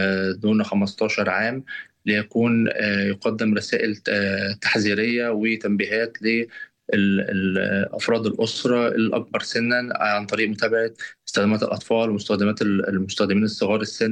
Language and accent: Arabic; Egypt; إحنا عندنا في مصر